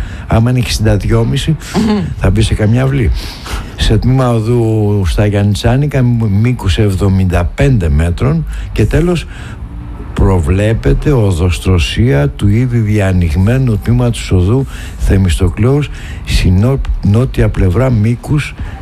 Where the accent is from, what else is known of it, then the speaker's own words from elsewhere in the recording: Greece; Εν τω μεταξύ και ως Έλληνες έχουμε και το βίτσιο